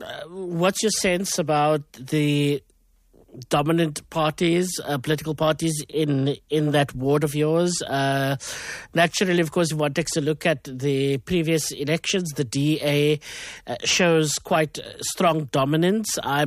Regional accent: South Africa; Yeah, I think as is all of Cape Town and South Africa, being South African

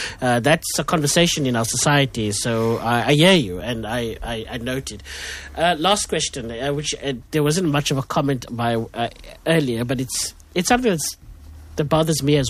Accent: Cape Town, Western Cape, South Africa; moved away; I come from Bontheville, where gang violence was an everyday lived reality. I no longer live there, but I know it all too well.

